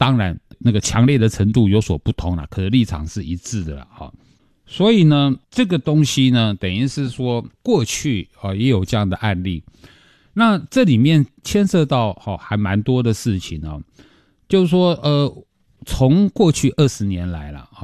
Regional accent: Taiwan

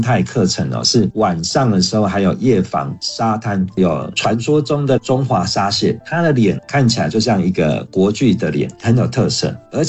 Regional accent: Taiwan; 我们台湾

